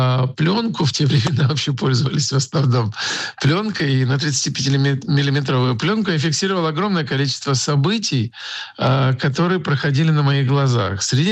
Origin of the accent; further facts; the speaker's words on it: Kyiv, Ukraine; что происходит в моем родном городе, в Киеве, естественно, во всей стране, гражданином которой я стал после распада Советской империи в 1991 году